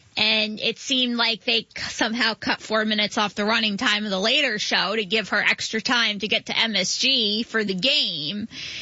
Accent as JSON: {"language": "English", "town": "New York City", "region": "New York", "country": "United States", "said": "as a New Yorker, 10 blocks is not that bad."}